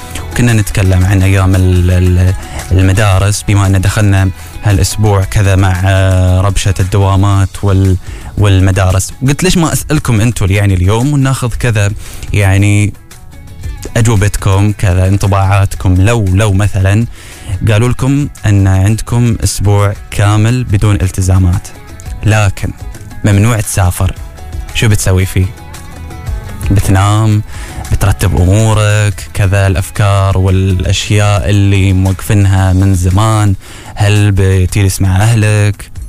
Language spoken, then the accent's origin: Arabic; Oman; عندنا في عمان